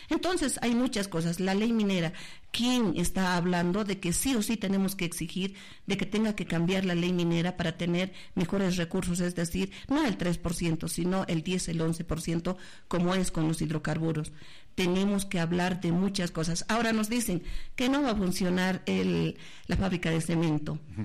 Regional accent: Potosí, Bolivia

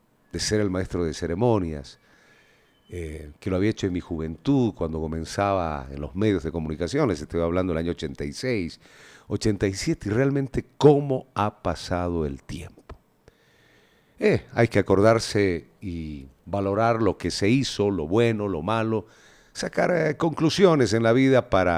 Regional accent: Oruro, Bolivia; born there; now in Cochabamba, Bolivia; volver a mi tierra de nacimiento, a Oruro

